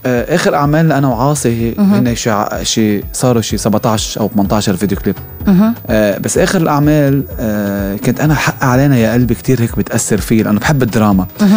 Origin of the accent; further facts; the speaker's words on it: Tunisia; أنت لبناني وأنا تونسي